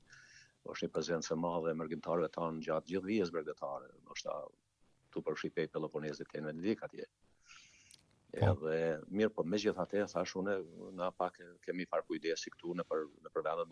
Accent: Deçan, Peja District, Kosovo; nga Komuna Deçanit

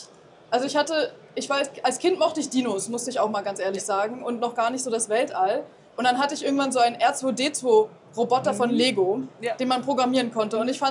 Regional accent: Berlin, Germany; war ein Funkkontakt mit der TU Berlin, mhm, in meiner Heimatstadt.

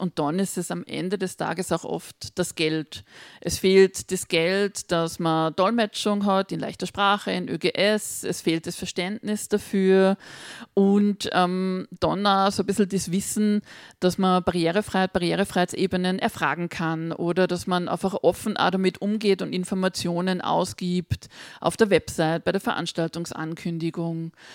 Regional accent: Salzburg, Austria; Angeschaselt werden, gibt es auch im Pinzgerischen, wo ich herkomme. Ist eine, gute Worte haben wir im Dialekt.

